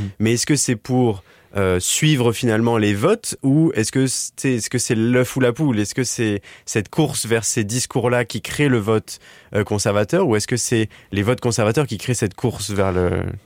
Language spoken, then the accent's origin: French; France; moved away; Moi, je suis français